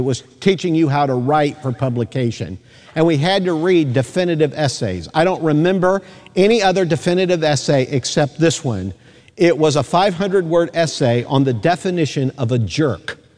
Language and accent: English; Mansfield, Ohio, United States; born there; I was in fifth grade, going to Mansfield Christian School in Mansfield, Ohio